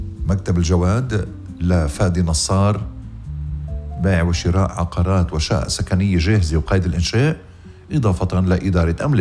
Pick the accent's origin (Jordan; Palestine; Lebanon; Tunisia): Lebanon; نحن لبنانية وبعدنا لبنانية وعلمنا لبناني